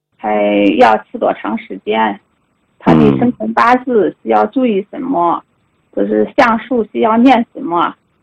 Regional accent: Luohe, Henan, China; 我来自河南，

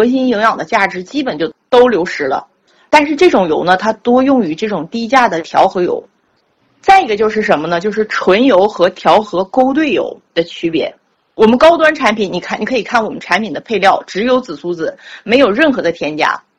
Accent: Northeast China, China; accent: Northeastern Mandarin; 我们东北话，我们当地的话叫哈喇味儿

